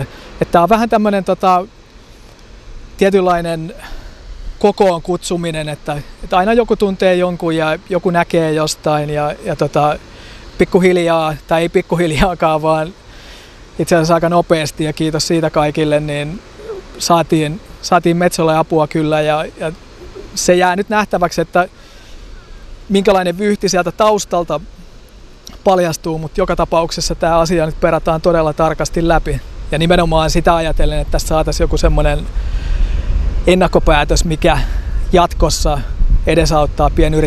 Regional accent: Kangasala, Pirkanmaa, Finland; No niin, eli … ja tulen Kangasalta.

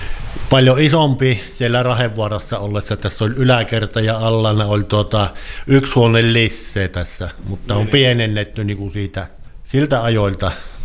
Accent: Ilomantsi, North Karelia, Finland; minä olen siellä syntynyt ja 15 vuotta olin tuossa Ilomantsissa asuin, kun kävin reissuhommissa muutaman vuoden tuolla Helsingissä kulkemassa. Ja sitten 2010 muutettiin tuohon minun kotipaikalle

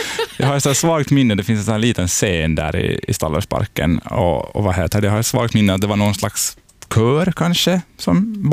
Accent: Ekenäs, Uusimaa, Finland; när jag var liten, när jag var barn i Ekenäs

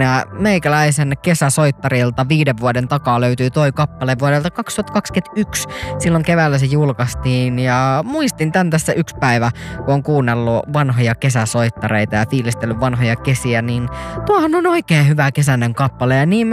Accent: Pori, Satakunta, Finland; now in Helsinki, Finland; olin myöskin tuolla Porissa, kun viikonloppuna kotikonnuillani kävin

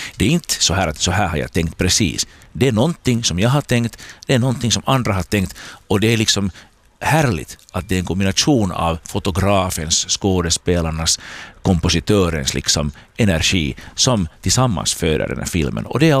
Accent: Porvoo, Uusimaa, Finland; När jag var tonåring här i Borgå, gick i Strömborgska

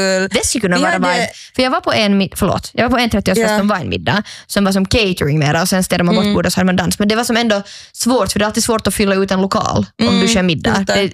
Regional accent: Ostrobothnia, Finland; jag är inte riktigt finlandssvensk. Det är att du är nylänning och jag är österbottning.

